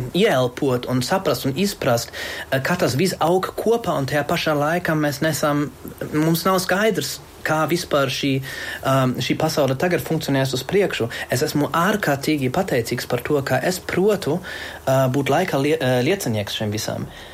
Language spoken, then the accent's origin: Latvian; Germany; Latvian is a second language; now in Latvia